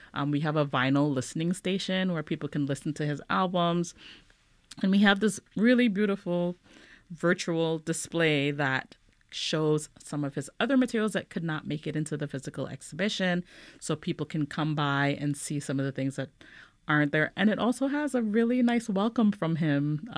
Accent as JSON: {"language": "English", "country": "Trinidad & Tobago", "tie": "born or raised there", "said": "And I think for every child growing up in Trinidad, you know, we remember this."}